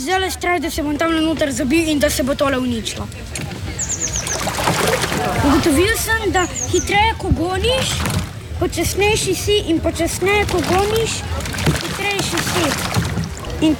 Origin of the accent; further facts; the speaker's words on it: Rimske Toplice, Savinjska, Slovenia; Star sem 9 let in prihajam iz Rimskih Toplic.